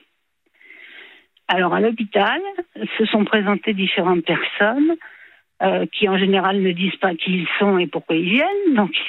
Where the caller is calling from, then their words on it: Île-de-France, France; Non, je suis en Île-de-France, mais je veux pas trop le préciser